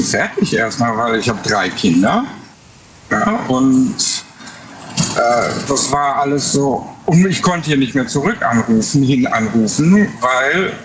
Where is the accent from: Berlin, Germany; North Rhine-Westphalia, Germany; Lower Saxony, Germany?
North Rhine-Westphalia, Germany; ich komme aus Nordrhein-Westfalen.